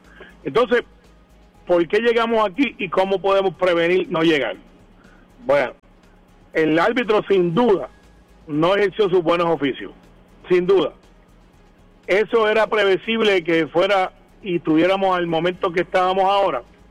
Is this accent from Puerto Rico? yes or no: yes; Guaynabo, Puerto Rico; Yo soy de Guaynabo